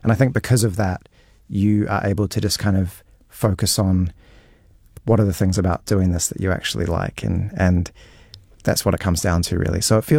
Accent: Auckland, New Zealand; moved away as an adult; also born or lived in Melbourne, Australia; now in Warkworth, New Zealand; So I grew up here. I grew up on the North Shore. Mm-hmm. And when I finished high school, I moved to Melbourne. So that was about 2005. And I never would have thought that I would come back. But I've ended up in Warkworth.

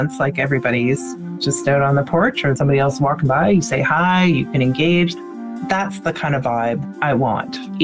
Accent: Ottawa, Ontario, Canada; Where I grew up in Ottawa

